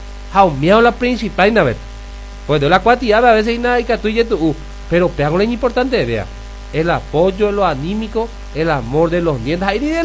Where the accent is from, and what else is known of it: Paraguay